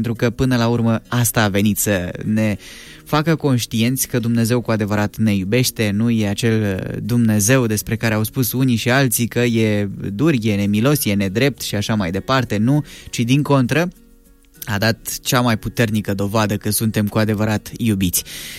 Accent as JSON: {"language": "Romanian", "country": "Romania"}